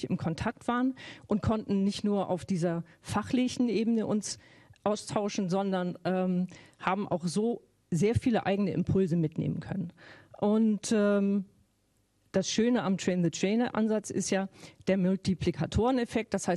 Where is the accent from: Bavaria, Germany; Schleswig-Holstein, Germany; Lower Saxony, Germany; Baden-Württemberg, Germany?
Schleswig-Holstein, Germany; Das ist ursprünglich aus meinem Heimatbundesland, aus Schleswig-Holstein.